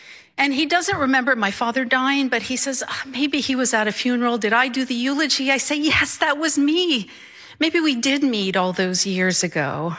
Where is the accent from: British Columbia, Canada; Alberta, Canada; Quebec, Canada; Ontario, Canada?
Quebec, Canada; Montreal; I'm from Montreal, Canada, and I'm a writer and a storyteller, and I work in communications.